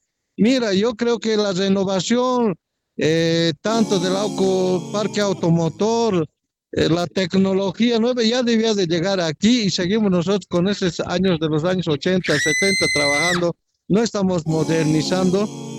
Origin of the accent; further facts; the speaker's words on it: Bolivia; nosotros, como bolivianos